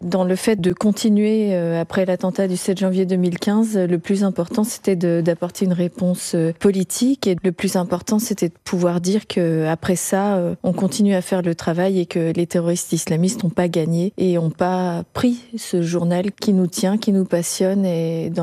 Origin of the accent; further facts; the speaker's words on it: Auvergne-Rhône-Alpes, France; comme je suis de Haute-Savoie